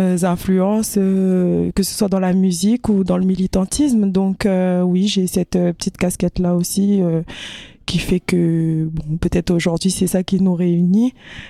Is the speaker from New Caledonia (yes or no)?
yes; New Caledonia